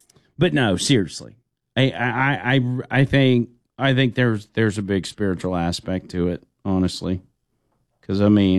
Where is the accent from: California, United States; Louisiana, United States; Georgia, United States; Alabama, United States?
Alabama, United States; Remlap; my hometown of Rimlap, Alabama